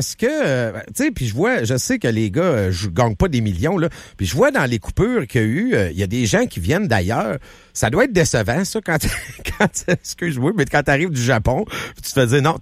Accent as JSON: {"language": "French", "region": "Quebec", "country": "Canada", "said": "Nous, moi, je viens du centre du Québec."}